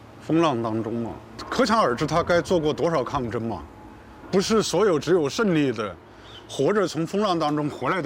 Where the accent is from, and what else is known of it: China